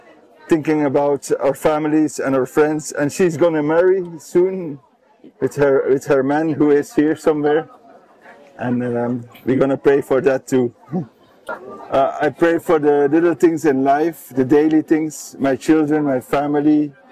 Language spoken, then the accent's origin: English; Flanders, Belgium; I'm also from Belgium. You see, Westhoek. It's a little part in Belgium after a little river.